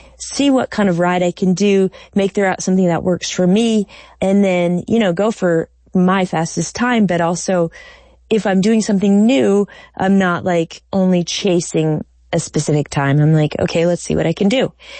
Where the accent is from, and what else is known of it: Alaska, United States